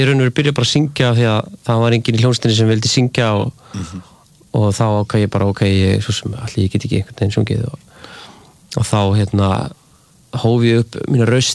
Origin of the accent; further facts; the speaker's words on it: Grenjaðarstaðir, Northeastern Region, Iceland; also born or lived in Skálholt / Reykholt, Biskupstungur / Germany / Reykjavík; ég flutti náttúrulega bara frekar mikið sem barn og því að ég hann elst upp á Grenjaðarstaðum svo er ég í Skálholti í Reykholtsskóla í Biskupstungum og svo er ég í Þýskalandi svo er ég aftur í Reykholtsskóla í Biskupstungum svo er Reykjavík